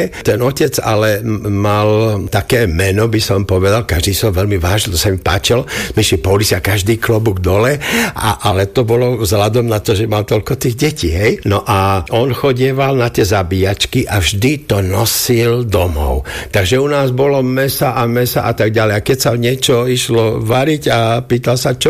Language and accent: Slovak; Senica, Trnava Region, Slovakia; born there; Ja som sa narodil priamo v Senici v rodine mesiara a maminky, ktorá bola domáca, pretože už mali 4 deti.